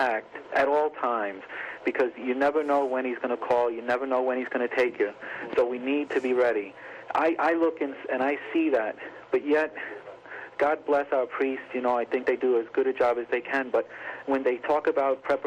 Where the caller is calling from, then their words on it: Rockaway, New Jersey, United States; I'm calling from a hospital in Rockaway, New Jersey right now.